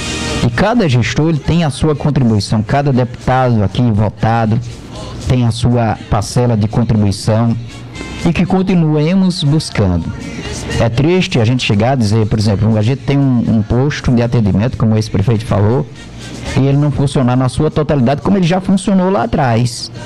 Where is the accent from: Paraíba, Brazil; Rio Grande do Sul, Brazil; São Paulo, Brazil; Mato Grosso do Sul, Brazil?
Paraíba, Brazil; Campina Grande; now in Taperoá, Brazil; a minha terra, Campina Grande.